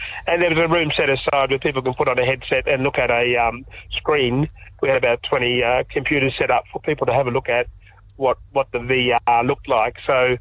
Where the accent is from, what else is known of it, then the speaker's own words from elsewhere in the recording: Katanning, Western Australia, Australia; before I head back to Katanning where I'm camping tonight in my hometown.